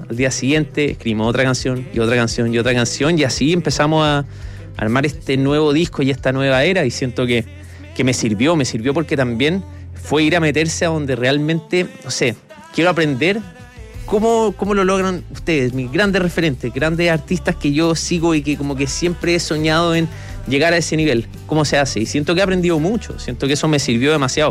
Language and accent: Spanish; Santiago, Santiago Metropolitan Region, Chile; Yo soy santiaguino, nacido y criado aquí en Santiago.